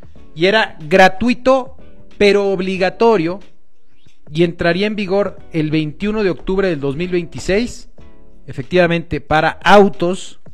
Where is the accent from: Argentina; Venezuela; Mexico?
Mexico; todos los mexicanos que no seamos de Nuevo León